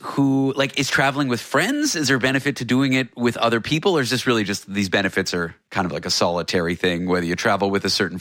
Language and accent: English; Canada; My girlfriend's American. I'm Canadian.